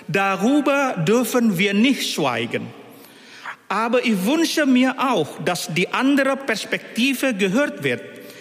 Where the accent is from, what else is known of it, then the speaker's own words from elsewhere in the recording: Indonesia; Ich denke an meine eigene Geschichte. Ich bin mit einem Satz aufgewachsen, den viele Menschen in meiner Heimat Indonesien gesagt haben.